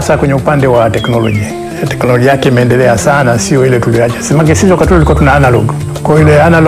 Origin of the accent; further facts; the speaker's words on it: Arusha, Tanzania; Kwa hiyo nimekulia Arusha, nimesoma primary school Arusha pale Arusha Town School karibu na makaburi pale Kaloleni.